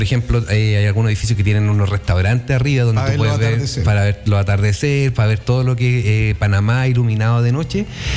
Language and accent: Spanish; Chile; nosotros como chilenos nos exigen el pasaporte